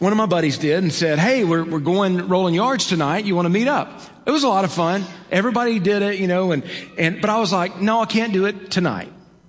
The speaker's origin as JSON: {"language": "English", "region": "Alabama", "country": "United States", "tie": "born or raised there", "said": "But I grew up in North Alabama, in Lawrence County, Alabama. We grew up on a cattle ranch"}